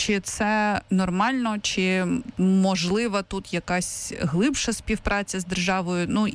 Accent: Kyiv, Ukraine; Ну, принаймні, знову ж таки, я як киянка не бачу цього наразі в магазинах.

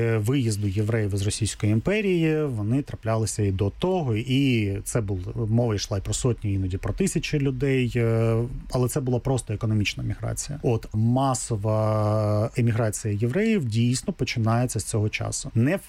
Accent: Kryvyi Rih, Dnipropetrovsk Oblast, Ukraine; я сам з Кривого Рогу, так, і містечко Кривий Ріг на той час ще не місто

